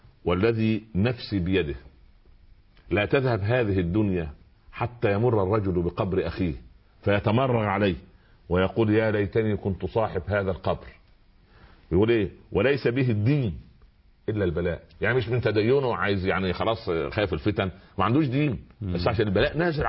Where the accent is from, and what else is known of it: Egypt